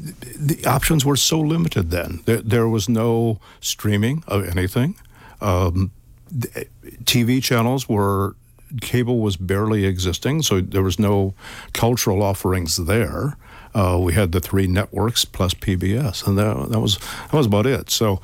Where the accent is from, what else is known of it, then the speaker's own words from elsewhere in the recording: Maumee, Ohio, United States; growing up in Maumee and graduating from Maumee High School